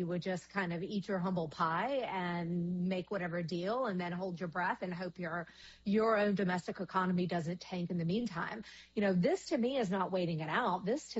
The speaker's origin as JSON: {"language": "English", "region": "Kentucky", "country": "United States", "tie": "born there", "said": "my home state, bourbon from Kentucky"}